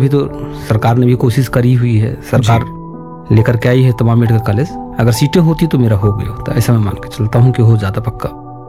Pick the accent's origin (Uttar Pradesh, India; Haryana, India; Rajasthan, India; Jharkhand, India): Uttar Pradesh, India; Gonda; पैदाइश हमारी गोंडा में ही है, और यहाँ से 6 किलोमीटर दूर हमारा गांव है पंडरी के पार।